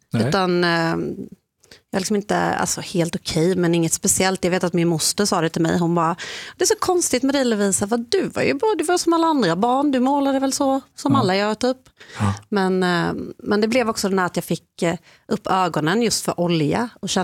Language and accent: Swedish; Småland, Sweden; Jag kommer ju från Småland, i, liksom, uppvuxen i en familj som hållit på mycket så med metallindustri